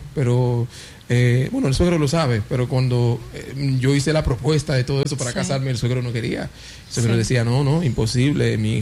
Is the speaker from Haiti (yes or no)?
yes; Haiti; Spanish is a second language; moved away; Yo soy de Haití